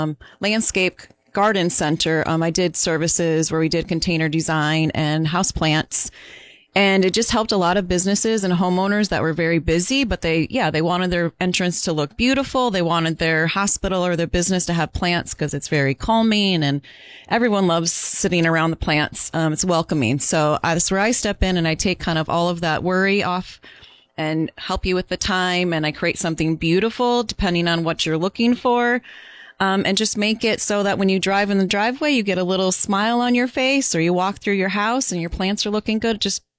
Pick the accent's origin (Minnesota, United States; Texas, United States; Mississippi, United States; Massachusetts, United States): Minnesota, United States; moved away as an adult; now in Hudson Valley, United States; Yes, I was born and raised in Minnesota, lived in the Midwest my entire life until about 4 years ago.